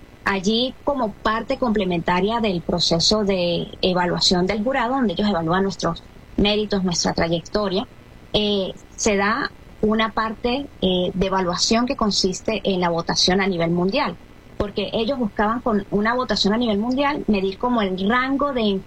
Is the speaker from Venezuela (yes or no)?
yes; Venezuela; todo lo que hacemos como venezolanos y que nos representa.